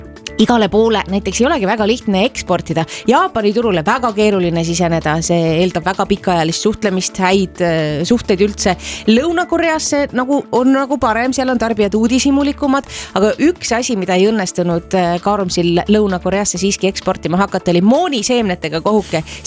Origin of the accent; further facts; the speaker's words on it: Latvia; Ma olen lätlane. Ma olen lätlane